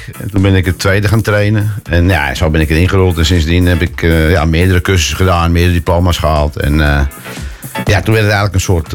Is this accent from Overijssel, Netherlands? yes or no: no; Amsterdam, North Holland, Netherlands; En ik ben zelf een Amsterdammer.